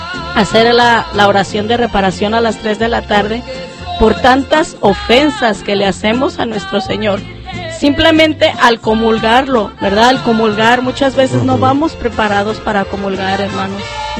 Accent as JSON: {"language": "Spanish", "country": "Mexico", "said": "Así es de que, hermanos, nosotros como mexicanos, pues tenemos ese gusto, ¿verdad?"}